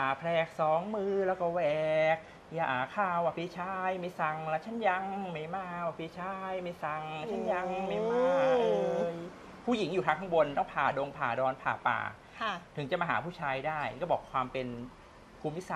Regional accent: Ban Phe, Rayong, Thailand; ชุมชนที่เป็นบ้านเกิดเมืองนอนของเราเนี่ยแหละชุมชนบ้านเพที่โตมาอยู่โตที่เพเติบโตที่ระยอง

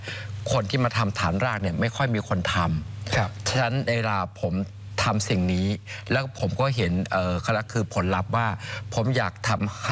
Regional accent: Bueng Kan, Thailand; รากผมเป็นคนจังหวัดบึงกาฬนะฮะก็รากวิถีจังหวัดบึงกาฬมันเป็นจังหวัดล่าสุดของประเทศจังหวัดที่77นะ

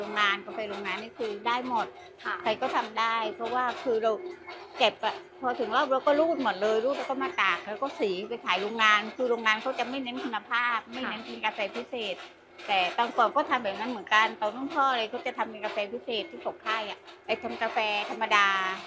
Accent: Surat Thani, Thailand; now in Ranong, Thailand; เป็นคนสุราษฎร

